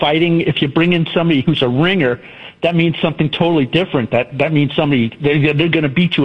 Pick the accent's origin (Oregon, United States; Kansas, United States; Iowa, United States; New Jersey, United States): New Jersey, United States; I'm from Jersey.